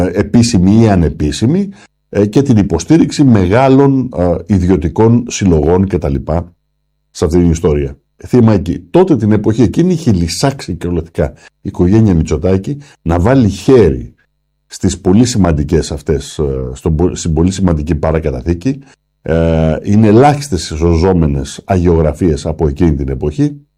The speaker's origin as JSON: {"language": "Greek", "country": "Greece", "said": "είμαστε Έλληνες"}